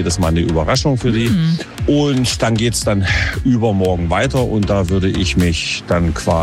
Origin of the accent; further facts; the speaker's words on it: Thuringia, Germany; Und es gibt ja so den schönen Spruch bei uns in Thüringen, die Thüringer Bratwurst schmeckt von hinten und von vorn